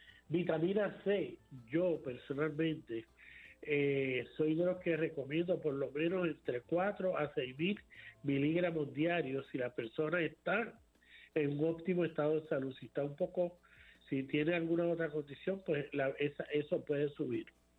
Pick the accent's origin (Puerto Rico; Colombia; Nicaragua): Puerto Rico; somos puertorriqueños